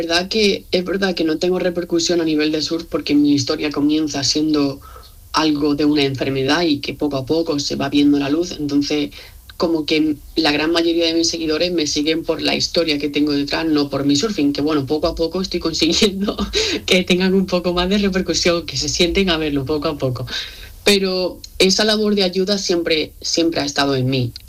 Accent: Marbella, Andalusia, Spain; Yo soy de Marbella, ciudad a pueblo, depende de cómo se mire, y es pequeño, tiene 150.000 habitantes con respecto a otras ciudades

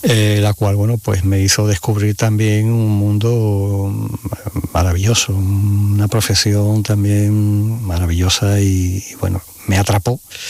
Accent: San Fernando, Andalusia, Spain; moved away as an adult; Y con 18 años, como la inmensa mayoría de mis compañeros de promoción en aquel entonces, pues tuvimos que salir fuera de San Fernando a formarnos

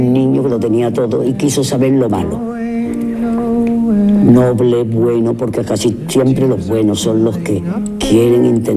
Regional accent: Andalusia, Spain; no soy americana, soy española y andaluza.

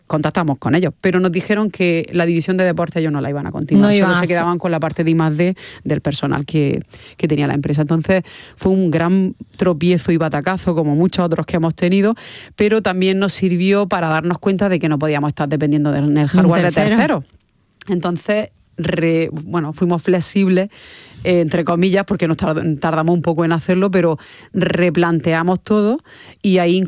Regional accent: Almería, Andalusia, Spain; nosotros somos de Almería

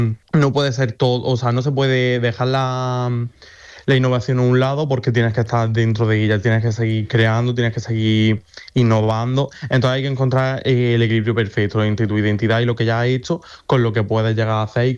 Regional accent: Almería, Andalusia, Spain; somos un rincón de España maravilloso, donde tenemos un ambiente perfecto, donde tenemos unos paisajes increíbles y que merece la pena visitar

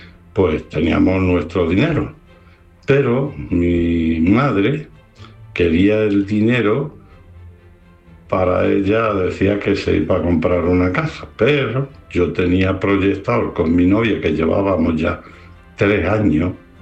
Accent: Extremadura, Spain; moved away; Y yo estaba de mi casa a casi 1000 y pico de kilómetros porque me fui de Extremadura a Cataluña, estuve en Madrid, en Valencia, en Barcelona, Girona, por ahí, haciendo los estudios, las prácticas

